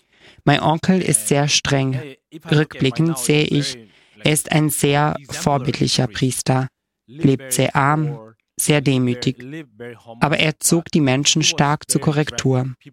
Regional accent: South Korea; moved away; also born or lived in Cheshire; Als Koreaner ist Latein sehr fern.

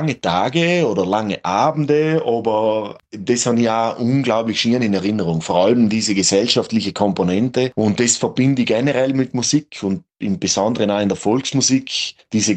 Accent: Klobenstein, Trentino-Alto Adige, Italy; accent: South Tyrolean; Ja, der Dialekt kommt aus Südtirol. Ich bin ein gebürtiger Ridner. Das ist ein bisschen oberhalb von Bozen, genauer gesagt in Klobenstein bin ich wohnhaft dort geboren.

